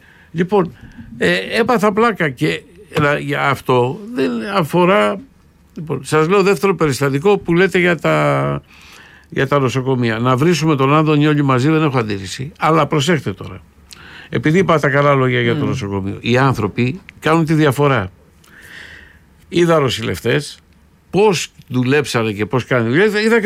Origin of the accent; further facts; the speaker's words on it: Patras, Western Greece, Greece; γιατί επαρχιώτης είμαι εγώ, από την Πάτρα.